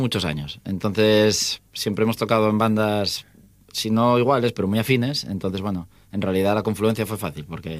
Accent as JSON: {"language": "Spanish", "town": "Cangas del Narcea", "region": "Asturias", "country": "Spain", "said": "somos un cuarteto asturiano, cada uno es de un lado, porque yo soy de Cangas de Narcea."}